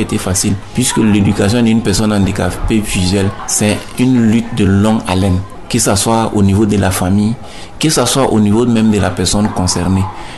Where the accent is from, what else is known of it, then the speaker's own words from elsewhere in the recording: Burkina Faso; C'est parce que chez nous, au Burkina, on ne sait pas, sinon dans certains pays émergents, on voit.